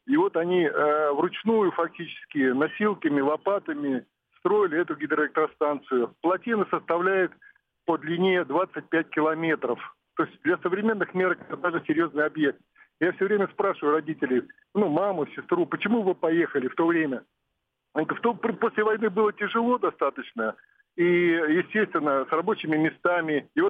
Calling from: Saint Petersburg, Russia; Санкт-Петербург.

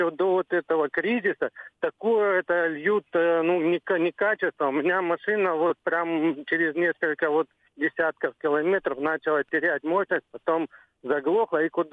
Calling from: Krasnodar, Krasnodar Krai, Russia; из Краснодара

